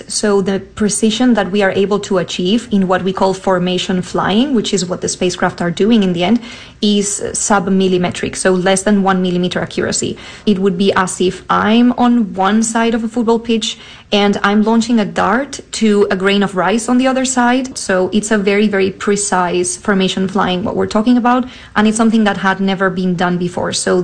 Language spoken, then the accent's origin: English; Spain; I am from Spain.